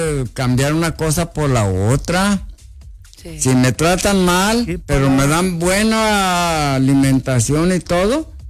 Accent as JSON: {"language": "Spanish", "country": "Mexico", "tie": "born there", "moved": "yes", "said": "Porque yo vivo aquí y aquí me han dado todo el apoyo que he necesitado. A México no le debo más de haber nacido allá."}